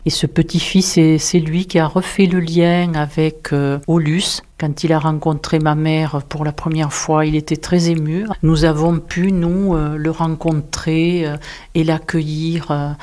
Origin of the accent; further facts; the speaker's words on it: Aulus-les-Bains, Occitanie, France; je suis d'Oluz-les-Bains, Agouo.